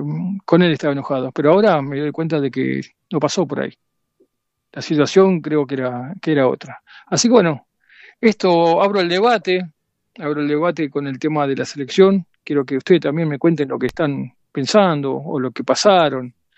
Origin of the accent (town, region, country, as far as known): Argentina